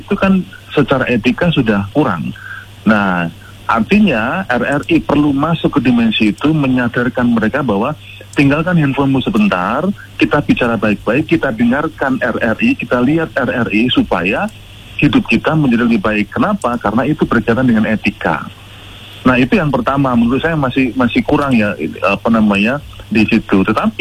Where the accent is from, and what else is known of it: Yogyakarta, Special Region of Yogyakarta, Indonesia